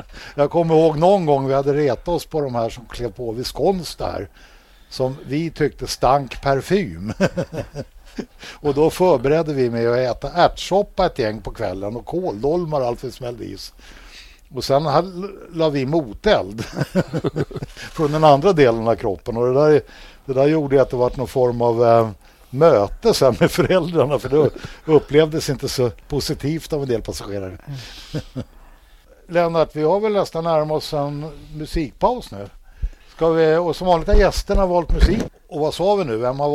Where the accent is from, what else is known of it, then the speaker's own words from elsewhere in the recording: Ingmarsö, Stockholm County, Sweden; Jag är ju från Ingmarsö då, men bodde ju inackorderad på just och så vidare